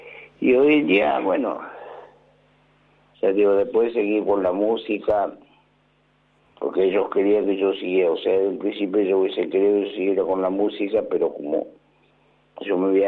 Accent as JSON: {"language": "Spanish", "region": "Salta", "country": "Argentina", "also_born_or_lived": "Río Negro", "said": "Porque yo tenía mi familia allá en la provincia de Río Negro, yo soy de Salta, y había, digamos, como quien dice, hecho mi rancho ahí en Río Negro"}